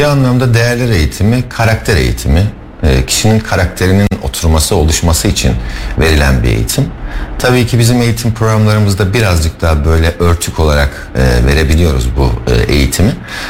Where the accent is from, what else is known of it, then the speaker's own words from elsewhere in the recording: Kayseri, Turkey; Kayseri'liyim.